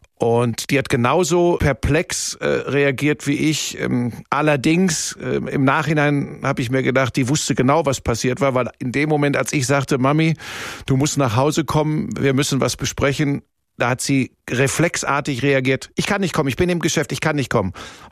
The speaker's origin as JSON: {"language": "German", "town": "Hagen", "region": "North Rhine-Westphalia", "country": "Germany", "tie": "born or raised there", "also_born_or_lived": "Bottrop / Cologne", "moved": "as an adult", "lives_now": "Munich, Germany", "said": "Ja, ich bin geboren in Bottrop. Das ist wirklich, das ist ja Inbegriff des Ruhrgebiets. Bin dann aufgewachsen in Hagen. Das ist so Tor zum Sauerland, ja. Ruhrgebiet. Und dann habe ich im Rheinland studiert, in Köln an der Sporthochschule und bin 1993 dann nach München gegangen."}